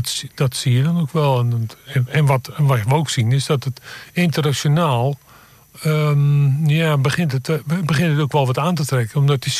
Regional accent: Rijnsburg, South Holland, Netherlands; now in Apeldoorn, Netherlands; Oorspronkelijk kom ik uit Rijnsburg.

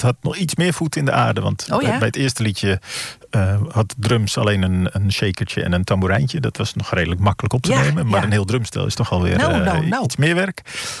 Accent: Groningen, Netherlands; Maar dat zal komen door mijn roots, dat ik uit Noord-Groningen kom.

